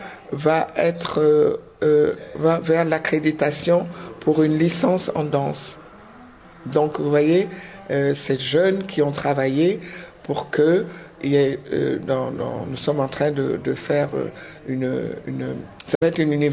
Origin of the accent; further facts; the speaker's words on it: Senegal; also born or lived in Benin; Je suis née au Bénin et j'ai grandi au Sénégal.